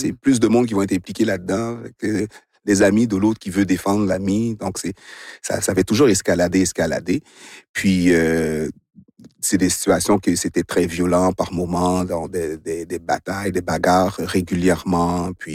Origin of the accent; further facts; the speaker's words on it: Montreal, Quebec, Canada; Moi, j'ai grandi à Rivière-des-Prairies et Montréal-Nord.